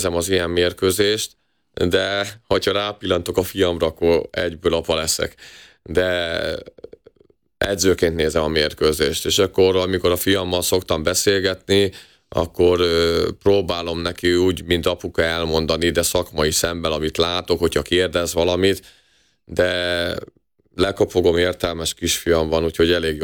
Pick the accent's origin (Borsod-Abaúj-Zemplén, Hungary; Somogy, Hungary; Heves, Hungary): Somogy, Hungary; Kaposvár; Kaposváron születtem, és még 12 évesen az volt az álmom, hogy egyszer a Rákócziba játszhassak